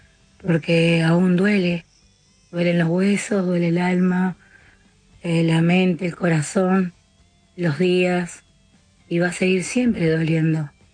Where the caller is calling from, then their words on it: Pilar, Buenos Aires Province, Argentina; yo soy de Pilar, zona norte